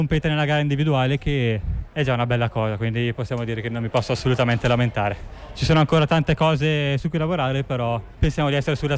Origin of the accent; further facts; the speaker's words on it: Brembate di Sopra, Lombardy, Italy; Brembate di Stupa, squadra del mio paese.